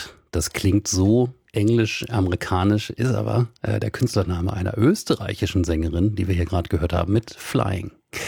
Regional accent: Wolfsburg, Lower Saxony, Germany; wir sind beide aus Wolfsburg.

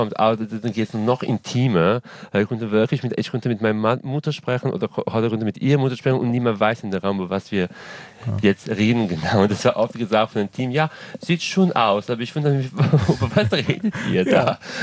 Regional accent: Serbia; German is a second language; Und auf der anderen Seite, ich komme ursprünglich aus Serbien, das heißt selber Kroatisch

